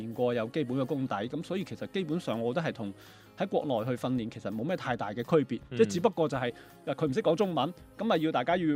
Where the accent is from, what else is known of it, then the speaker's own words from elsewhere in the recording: China; 咁我覺得其實包括我哋中國人點樣推廣我哋中國功夫